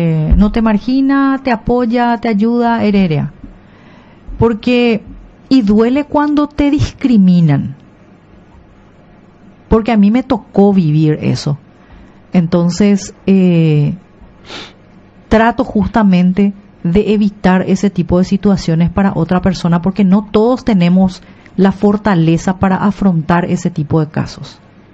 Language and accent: Spanish; Paraguay